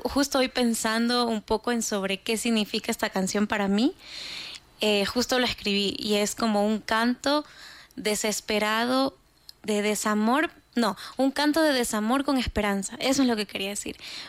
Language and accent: Spanish; Imbabura, Ecuador; sentir al Ecuador como lo que de donde vengo, que es la serranía de la Imbabura